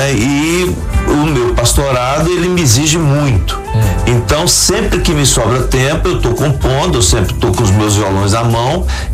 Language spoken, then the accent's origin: Portuguese; Teófilo Otoni, Minas Gerais, Brazil; Eu sou do nordeste de Minas. Eu sou natural de Teófilo Otoni.